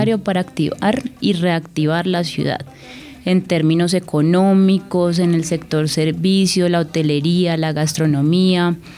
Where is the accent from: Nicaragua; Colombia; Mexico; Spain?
Colombia; Cali, Valle del Cauca; moved away; como buena caleña, amo mi ciudad, creo que soy una mujer muy afortunada por haber nacido sí. en Cali, me gustaría en algún momento regresar para seguir trabajando por mi ciudad